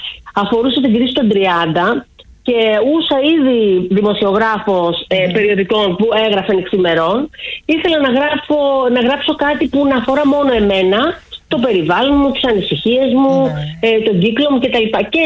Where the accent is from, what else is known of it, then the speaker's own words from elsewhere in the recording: Ioannina, Epirus, Greece; Ήθελα να γράψω κάτι για τον τόπο μου, για τα Γιάννενα, για την Ήπειρο.